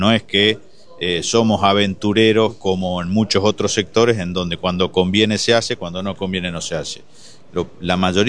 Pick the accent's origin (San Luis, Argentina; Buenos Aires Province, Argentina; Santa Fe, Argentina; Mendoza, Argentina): Santa Fe, Argentina; Corrientes y Santa Fe, yo soy de Santa Fe